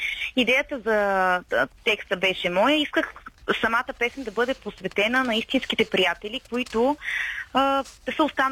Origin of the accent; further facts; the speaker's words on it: Sandanski, Blagoevgrad Province, Bulgaria; съм от Сандански и тази сцена има особено място в сърцето ми.